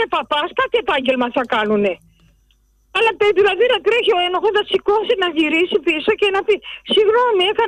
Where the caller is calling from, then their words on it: Athens, Attica, Greece; Εγώ κατεβαίνω στο Σύνταγμα, είμαι Αθηναία.